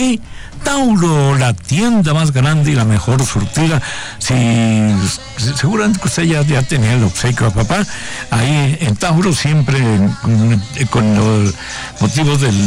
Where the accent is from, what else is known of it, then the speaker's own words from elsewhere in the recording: Naolinco, Veracruz, Mexico; a nuestro amigo Jorge Rodríguez en mi tierra, en Naolinco